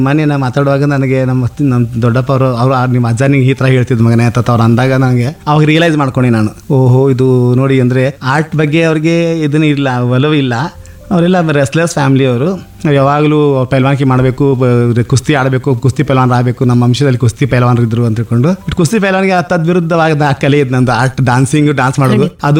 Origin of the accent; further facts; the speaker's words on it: Raibag, Karnataka, India; moved away; ನಮ್ಮ ಹಳ್ಳಿ ಅಲ್ವಾ, ಅದು ರಾಯಬಾಗ ಅಂದರೆ ನಾನು ದೊಡ್ಡ ಊರಲ್ಲ, ತಾಲೂಕು ಪ್ಲೇಸ್ ಇದ್ರು ಇಟ್ಸ್ ಲೈಕ್ ಗ್ರಾಮ್ ಸ್ಟಿಲ್ ಅದು.